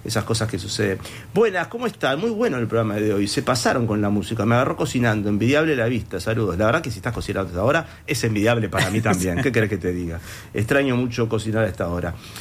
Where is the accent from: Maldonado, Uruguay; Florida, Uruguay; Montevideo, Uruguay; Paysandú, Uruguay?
Montevideo, Uruguay; para los montevideanos, yo que soy montevideano